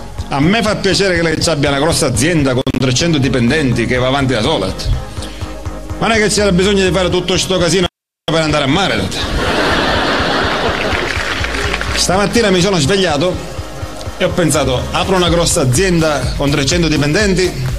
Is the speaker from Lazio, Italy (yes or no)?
no; Sicily, Italy; Io sono siciliano, non so se vi hanno avvisato. Quando la gente sente dire che sono siciliano, mi sento ripetere sempre la stessa cosa.